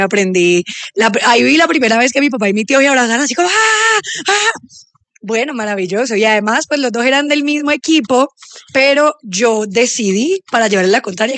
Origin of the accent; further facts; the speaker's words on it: Cali, Valle del Cauca, Colombia; Bueno, nos vamos para Cali porque yo soy caleña.